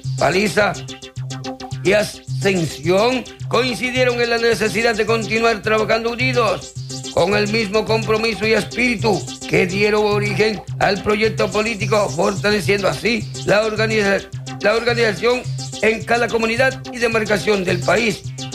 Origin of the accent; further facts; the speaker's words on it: Cibao, Dominican Republic; yo soy cibaeño